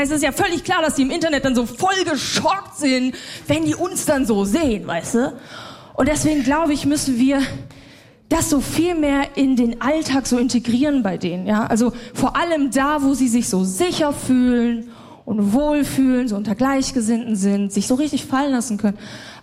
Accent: Bavaria, Germany; Und es ist mir auch so ein bisschen peinlich, aber ich bin in Bayern groß geworden.

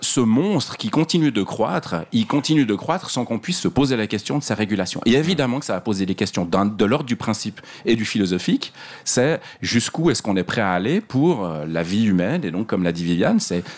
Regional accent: Switzerland; en tant que Suisse.

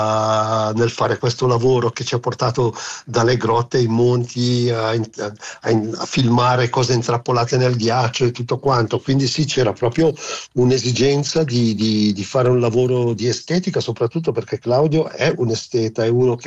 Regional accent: Ticino, Switzerland

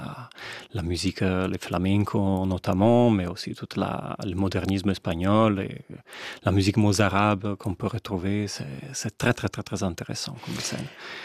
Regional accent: Como, Lombardy, Italy; moved away as an adult; now in Switzerland; je suis italien, je viens de Como, ma ville natale est Como, où j'ai vécu jusqu'à mes 25 ans, avant d'aménager ici en Suisse romande.

